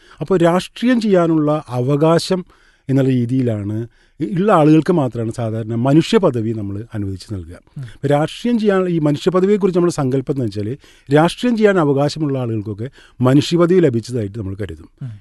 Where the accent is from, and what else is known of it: Kerala, India